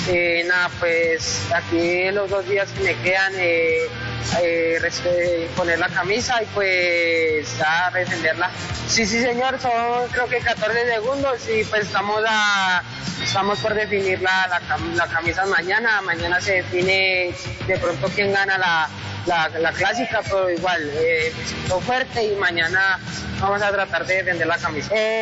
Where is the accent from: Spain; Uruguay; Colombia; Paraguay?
Colombia; Zipaquirá, Cundinamarca; born there; now in Bogotá, Colombia; vengo de Bogotá, soy nacido de Zipaquirá.